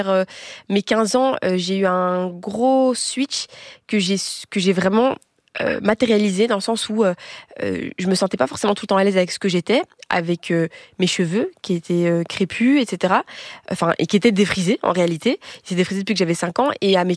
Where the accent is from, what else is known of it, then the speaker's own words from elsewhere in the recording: Molenbeek-Saint-Jean, Brussels-Capital Region, Belgium; also born or lived in Tubize; Donc moi je suis née à Molenbeek, j'ai grandi, mais à ce moment-là je déménage vers mes 12 ans à Tubize, une petite ville qui est à côté de Bruxelles.